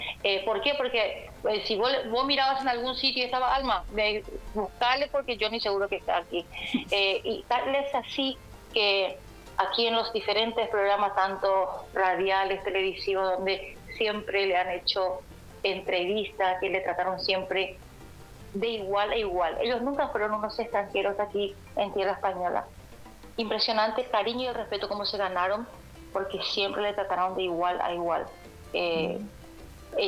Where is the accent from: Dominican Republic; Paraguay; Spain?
Paraguay; para nosotros que somos hijos de Tupac Cupé y que no existe un solo día con que dejemos de soñar con amanecer bajo el cielo del Paraguay, para nosotros eso es muchísimo.